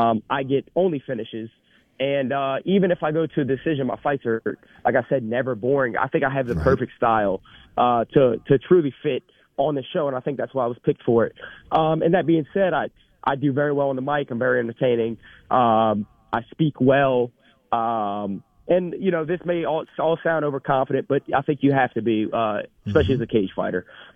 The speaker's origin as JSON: {"language": "English", "town": "New Orleans", "region": "Louisiana", "country": "United States", "tie": "born or raised there", "said": "born and raised in New Orleans, and I'm still training and fighting there. I have no plans on moving."}